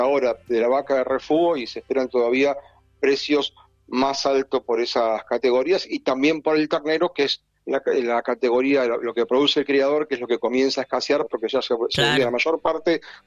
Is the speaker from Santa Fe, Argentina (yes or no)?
yes; Rosario, Santa Fe, Argentina; Yo soy santafesino, Caro, así que sí, probé alfajores santafesinos. Soy bien. Rosarino, de hecho.